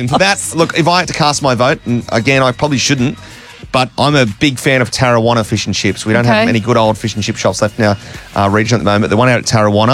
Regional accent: Dapto, New South Wales, Australia; my very first job as a kid growing up in Dapto.

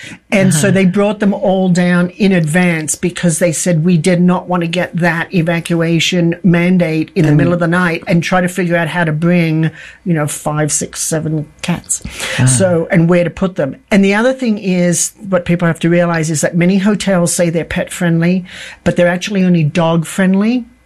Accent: Australia; now in Santa Fe, United States; fire to me, I'm from Australia and it's the land of fire, and fire has always been a big concern. And so here we are, and in Santa Fe, we're lucky

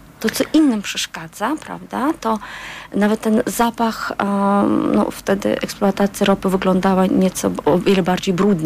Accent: Baku, Azerbaijan; Polish is a second language; moved away as an adult; now in Poland; Urodziłam się w Baku, w Azerbejdżanie. Jeszcze radzieckim

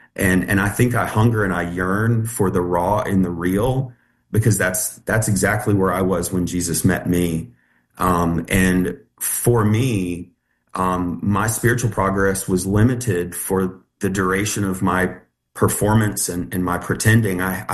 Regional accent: Richmond, Virginia, United States; So I moved here from Richmond, Virginia, about a week after my high school graduation, with my mom and my dad and my daughter, who I had when I was 16. And we moved from the city of Richmond to Southwest Virginia.

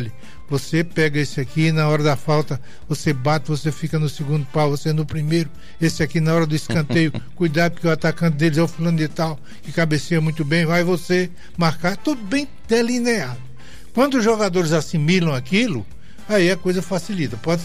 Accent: Lima Campos, Ceará, Brazil; Eu cheguei lá em Lima Campos, que é a minha terra ali, distrito do Icó

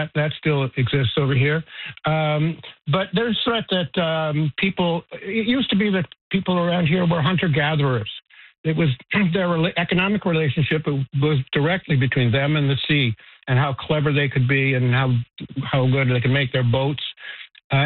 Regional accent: Grand Manan, New Brunswick, Canada; also born or lived in Manhattan, United States; But I grew up on Grand Manan and in Manhattan.

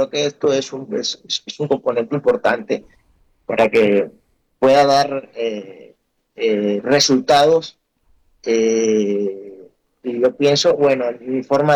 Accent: Barranquilla, Atlántico, Colombia; soy barranquillero.

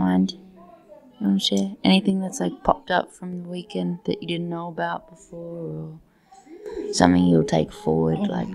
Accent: New South Wales, Australia; I grew up on Yuin country, just above the Victorian border

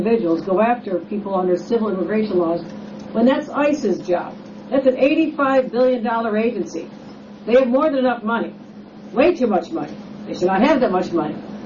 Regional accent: New York, United States; I, as a New Yorker, New York governor, with the legislature, provide for law enforcement

